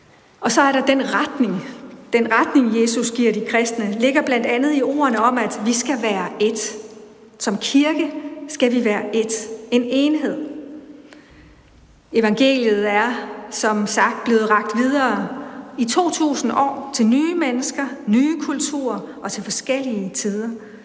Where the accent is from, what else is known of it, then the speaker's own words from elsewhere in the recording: Bangladesh; Om du møder kirken i Bangladesh, hvor jeg er vokset op